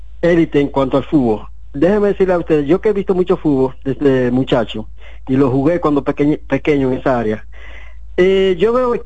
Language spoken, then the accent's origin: Spanish; Moca, Espaillat, Dominican Republic; now in Rockland County, United States; Yo que me crié en Moca, una área futbolística, por el centro, cerca del centro juvenil Don Bosco